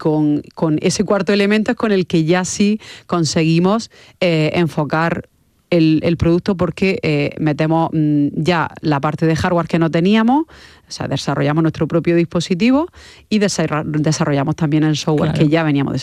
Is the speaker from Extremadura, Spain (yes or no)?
no; Almería, Andalusia, Spain; había un equipo en Roquetas, que nosotros somos de Almería